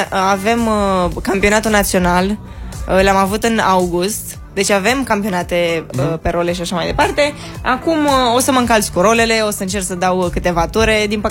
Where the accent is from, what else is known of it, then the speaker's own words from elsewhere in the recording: Brașov, Brașov County, Romania; eu sunt din Brașov